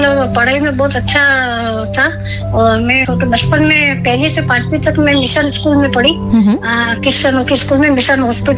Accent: Banswara, Rajasthan, India; मैं joint family में पली बड़ी बांसवाड़ा में

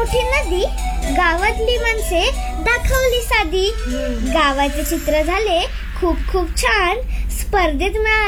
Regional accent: Aravali, Maharashtra, India; माझं गाव कोकण आहे, त्याच्यामध्ये मी आरवली मध्ये राहते, आरवली रोड असं नाव आहे माझ्या गाव.

